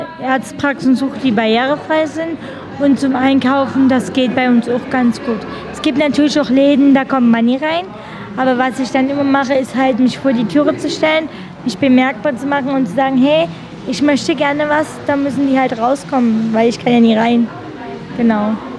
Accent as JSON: {"language": "German", "town": "Pirna", "region": "Saxony", "country": "Germany", "said": "Genau, ich komme aus Pirna"}